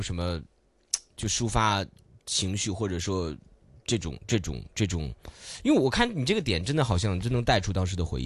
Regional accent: Beijing, China; now in Hong Kong; 因为其实我自己从小是在北京长大，然后但是我来香港的时间跟在北京时间是差不多的，就刚好十七、十八年这样子，所以我基本上在两个城市。

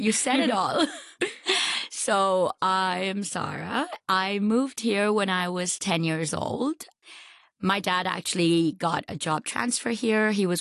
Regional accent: Hong Kong; born there; first language Urdu; English is a second language; also born or lived in Pakistan

